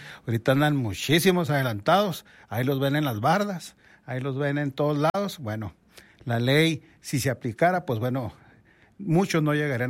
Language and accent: Spanish; Mexico; queremos miles de mexicanos que nuestros datos no sean exhibidos ni sean dados al régimen